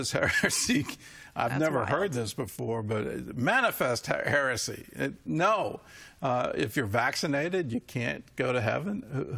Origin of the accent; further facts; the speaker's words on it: Virginia, United States; the price of gasoline was a full dollar cheaper there than it was in my home state of Virginia.